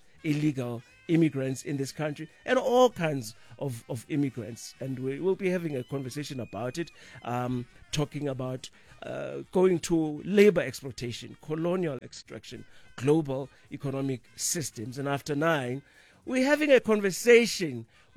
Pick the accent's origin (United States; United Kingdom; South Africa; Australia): South Africa; Durban, KwaZulu-Natal; Hello, Durban, my hometown.